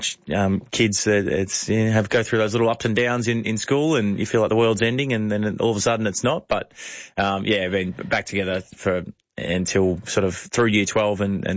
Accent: Phillip Island, Victoria, Australia; now in Sydney, Australia; So we grew up near enough to each other. I'm from Phillip Island.

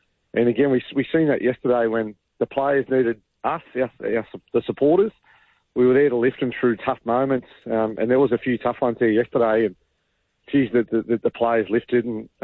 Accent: Newcastle, New South Wales, Australia; I obviously got to represent my hometown

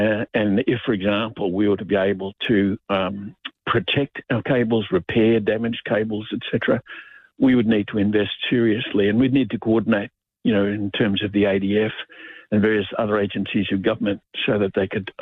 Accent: Australia; As an Australian, you want to understand where we're at, read the report from the ANU.

